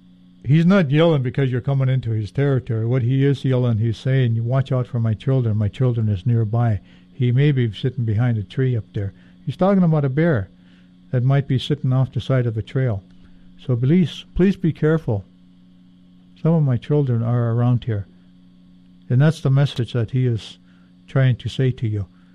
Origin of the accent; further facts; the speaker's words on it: Hoonah, Alaska, United States; also born or lived in Juneau, Alaska / Icy Strait / Excursion Inlet; I was born in Juneau, Alaska, and raised in Hoonah pretty much in my school days.